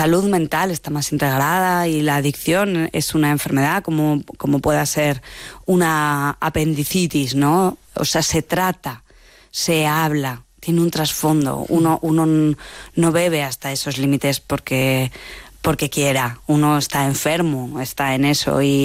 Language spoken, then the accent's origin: Spanish; Spain; Esto viene también como de mi pueblo. Mi pueblo estaba entre medio de Zaragoza y Madrid y entonces había mucho tráfico los domingos de la gente